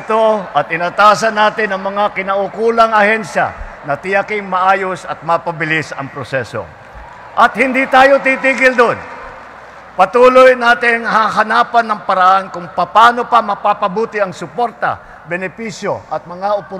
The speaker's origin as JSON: {"language": "Tagalog", "region": "Ilocos Region", "country": "Philippines", "said": "doon sa amin sa Ilocos"}